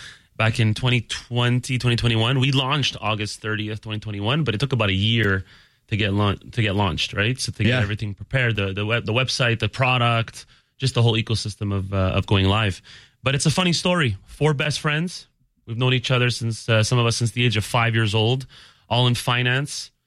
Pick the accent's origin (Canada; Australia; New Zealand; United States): Canada; Montreal, Quebec; We're from Montreal.